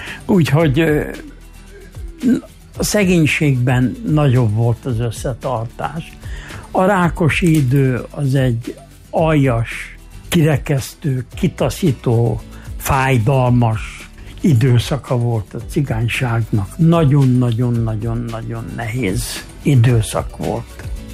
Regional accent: Hungary; Én magyar vagyok, magyar cigány vagyok.

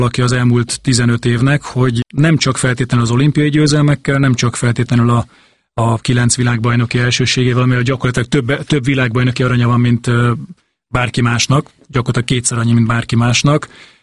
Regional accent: Zalaegerszeg, Zala, Hungary; mert ő is zalaegerszegi, mint ahol én származom

